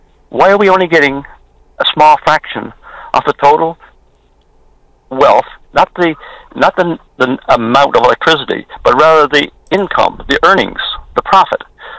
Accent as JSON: {"language": "English", "region": "Newfoundland and Labrador", "country": "Canada", "said": "There's 9 million of them, and there's only half a million of us."}